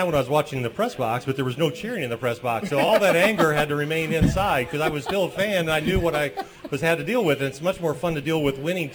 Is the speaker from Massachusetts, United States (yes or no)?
no; Hammond, Illinois, United States; I grew up in Hammond, Illinois. Okay, so listen, it was not a very diverse school district.